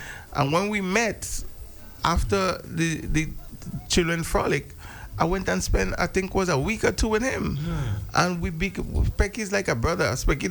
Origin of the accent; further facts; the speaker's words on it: Grenada; when I'm traveling and I say I'm from Grenada